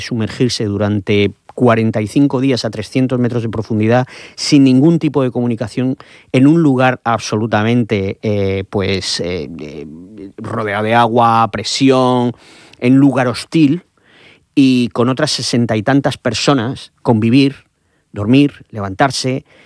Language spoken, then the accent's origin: Spanish; Region of Murcia, Spain; yo creo que como murcianos y como y sobre todo los de Cartagena